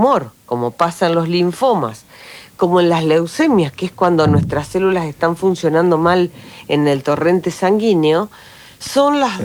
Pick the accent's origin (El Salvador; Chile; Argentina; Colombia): Argentina; Tanto como que nosotros hemos, como argentino, donado para una persona que estaba esperando en otro continente o viceversa.